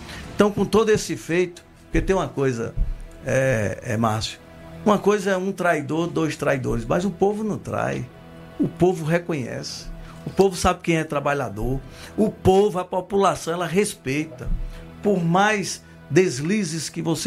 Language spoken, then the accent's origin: Portuguese; Alagoa Grande, Paraíba, Brazil; a cidade de Alagoa Grande, que inclusive é minha terra natal, sou filho natural de Alagoa Grande.